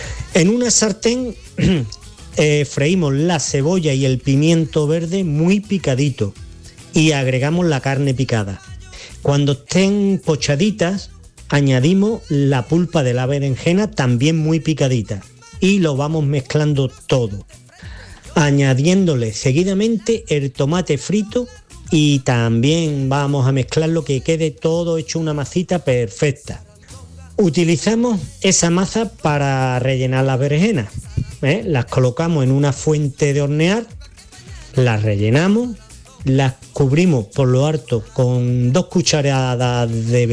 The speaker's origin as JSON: {"language": "Spanish", "town": "Mijas", "region": "Andalusia", "country": "Spain", "said": "de las Lagunas de Mija."}